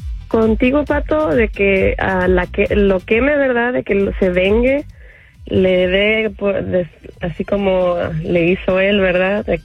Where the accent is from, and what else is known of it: Monterrey, Nuevo León, Mexico